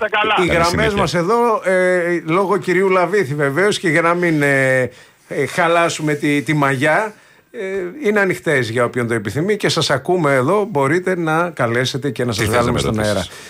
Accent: Athens, Attica, Greece; Από την Κέρκυρα, αλλά έχω γεννηθεί στην Αθήνα, έχω μεγαλώσει εδώ.

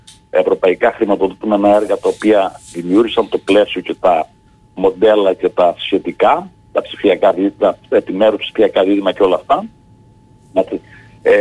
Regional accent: Greece; όλοι μας ως Έλληνες έχουμε καθήκον να υποστηρίξουμε την νησιωτικότητα και να την αναδείξουμε. Εμείς ειδικά που είμαστε νησιώτες

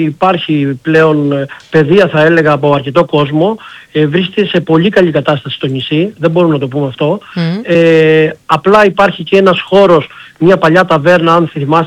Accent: Heraklion, Crete, Greece; σαν Κρήτες και σαν Ηρακλειώτες

